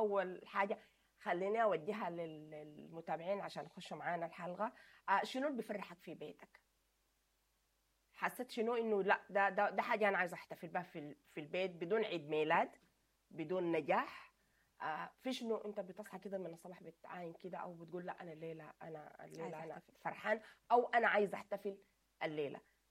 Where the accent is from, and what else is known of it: Sudan